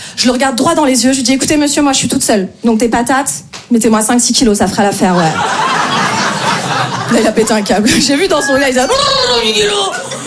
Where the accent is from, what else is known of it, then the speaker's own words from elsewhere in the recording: Paris, Île-de-France, France; Je me présente, moi … moi je viens de Paris. J'essaye de jouer un peu dans plein de villes en France.